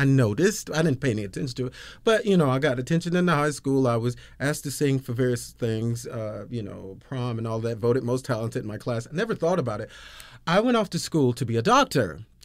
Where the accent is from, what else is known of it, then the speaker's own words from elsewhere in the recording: Georgia, United States; So I'm from Georgia. I had always been a musician.